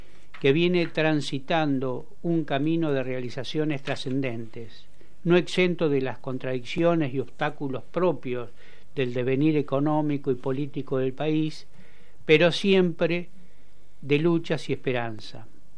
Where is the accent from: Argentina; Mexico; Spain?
Argentina; Colón; en mi pueblo sí. Existía la caja de crédito de Colón.